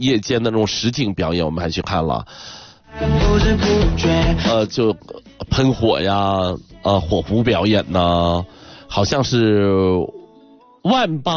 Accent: Jincheng, Shanxi, China; now in Yuncheng, China; 郑州嘛，就离我老家特别近的，从我们晋城那边到郑州，开车不到40分钟吧就能到。

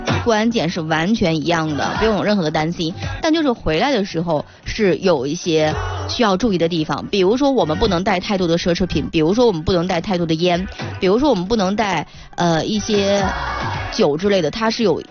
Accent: China; 代表我们中国人的力量是越来越强大，而我们中国人在全世界遍地开花。

